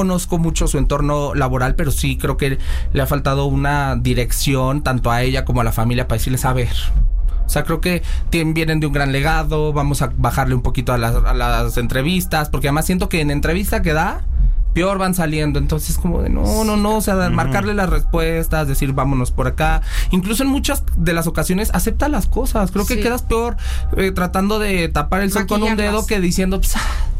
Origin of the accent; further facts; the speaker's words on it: San Cristóbal de las Casas, Chiapas, Mexico; Ah, no, yo viví en mi pueblo, Deli, allá en San Cristóbal de las Casas, entonces yo así, comiéndome mi tamal de chipilín, e informándole a la nación, y desde allá pegó.